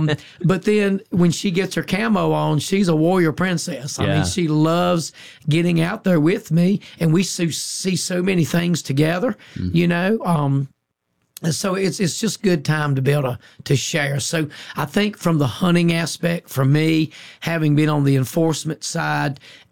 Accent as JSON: {"language": "English", "area": "Franklin County", "region": "Virginia", "country": "United States", "tie": "born or raised there", "said": "when I grew up in Franklin County, which we're only known for making moonshine and stuff like"}